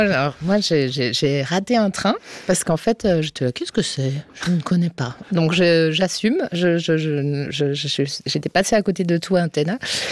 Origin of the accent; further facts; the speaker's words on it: Romandy, Switzerland; autant des fois on l'aime pas trop en tant que suisse roman dans la vie courante, mais elle a une musicalité qui est très très belle